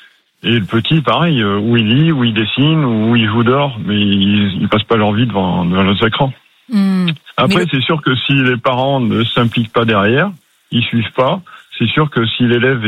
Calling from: Escoutoux, Auvergne-Rhône-Alpes, France; j'appelle une petite commune à côté de Thiers qui s'appelle Escoutou.

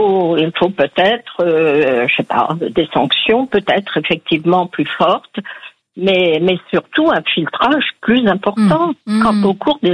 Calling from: Paris, Île-de-France, France; J'habite à Paris, dans le 15e.

